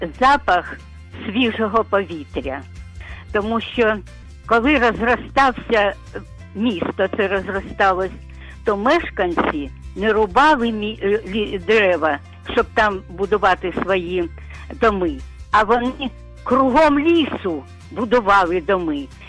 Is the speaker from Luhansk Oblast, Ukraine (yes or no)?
yes; Rovenky, Luhansk Oblast, Ukraine; І я ніколи не кажу, що я родом з Луганщини. Я завжди кажу, що моя мала батьківщина – місто Ровеньки.